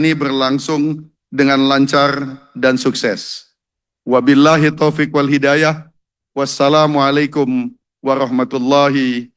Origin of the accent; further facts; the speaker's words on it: West Nusa Tenggara, Indonesia; Sebagai warga Lombok Tengah